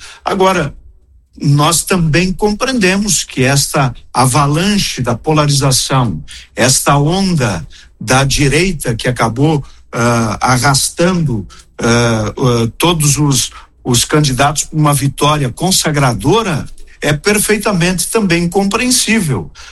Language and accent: Portuguese; Marau, Rio Grande do Sul, Brazil; nós, como marauenses